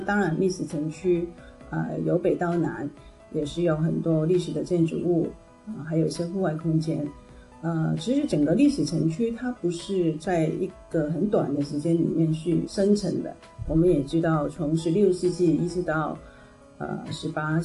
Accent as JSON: {"language": "Chinese", "country": "Macau"}